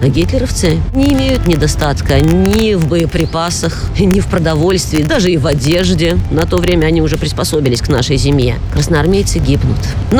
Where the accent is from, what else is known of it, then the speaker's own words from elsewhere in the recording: Orsha, Vitebsk Region, Belarus; Как раз воплощение всех тех сил, которые завоевали свободу моей родной Орши.